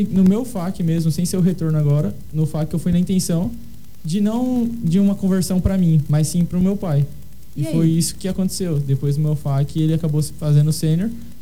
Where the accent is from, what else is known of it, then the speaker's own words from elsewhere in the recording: Dourados, Mato Grosso do Sul, Brazil; Sou de Dourados